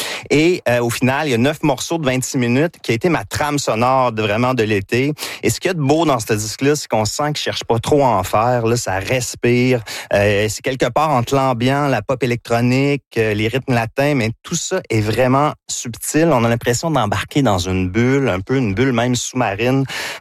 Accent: Victoriaville, Quebec, Canada; accent: Victoriaville accent; Puis c'est mon accent de Victoriaville.

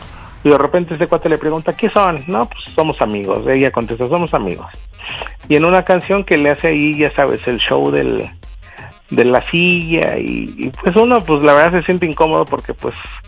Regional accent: Mexico City, Mexico; Soy de la Ciudad de México y tengo 39 años.

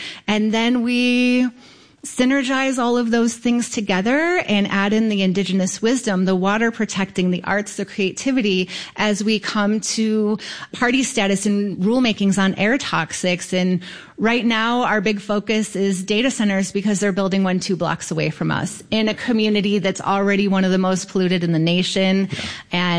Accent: New York, United States; I grew up in Western New York. My mom lived in Buffalo, and my dad lived off the land down towards the Pennsylvania border.

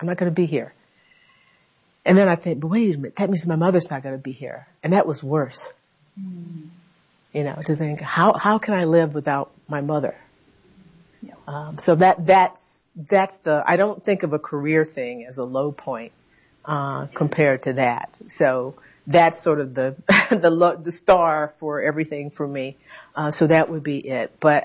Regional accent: Conroe, Texas, United States; In that Gordon Reed Elementary School in my hometown. Yes. In Conroe, Texas. Yeah, Conroe, Texas.

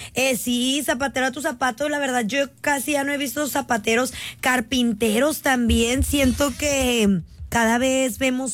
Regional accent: Guadalupe, Nuevo León, Mexico; Yo vivía en Riberas del Río cuando estaba chiquita con mi familia. En Guadalupe. Yo soy de Guadalupe. Soy Guadalupe, que a mucha honra y a mucha pasión, yo. Y cuando vivía allá en Guadalupe

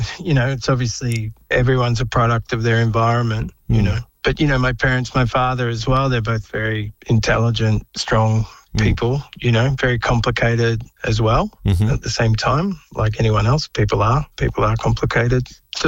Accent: Melbourne, Victoria, Australia; also born or lived in Central Australia; I was born in Melbourne, but lived in Central Australia when dad went up there to the legal service.

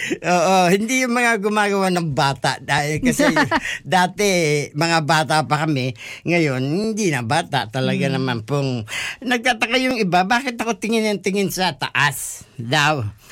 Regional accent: Bicol Region, Philippines; first language Bicol; Tagalog is a second language; now in Melbourne, Australia; alam naman ng karamihan dito sa Melbourne na ang native tongue ko is not Tagalog. Bicol.

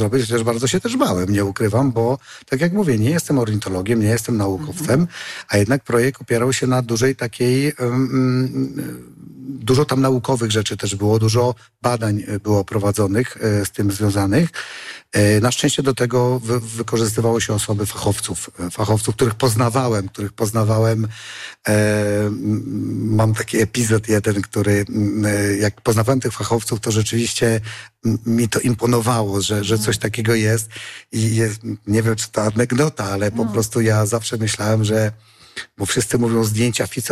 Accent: Rospuda valley, Podlaskie Voivodeship, Poland; Ja się wychowałem troszkę nad Rozpudą, bo mój tato pochodzi z Raczek.

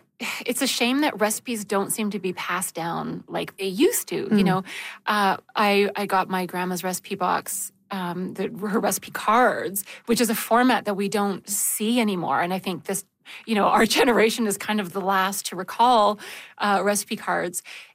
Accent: Calgary, Alberta, Canada; born or raised there

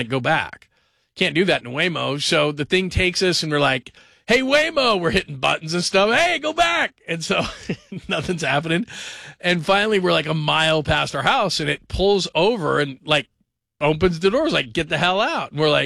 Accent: California, United States; I grew up in Southern California, just probably 3-4 miles from the Big A.

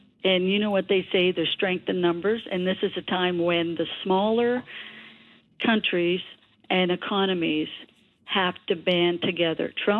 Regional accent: Canada; To be threatened as a Canadian, to be part of a 51st state?

